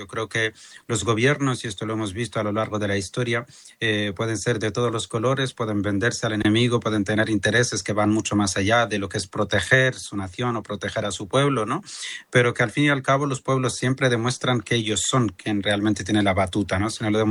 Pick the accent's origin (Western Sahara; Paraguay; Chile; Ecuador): Western Sahara; vengo del Sáhara, tengo la cara que tengo